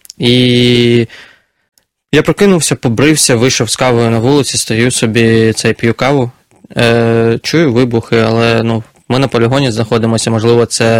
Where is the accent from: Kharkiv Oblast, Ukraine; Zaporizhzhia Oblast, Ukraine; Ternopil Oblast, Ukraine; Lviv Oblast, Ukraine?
Kharkiv Oblast, Ukraine; Kharkiv; Я харків'янин, і Харків, він дуже близький, 30 кілометрів до кордонів з Росією.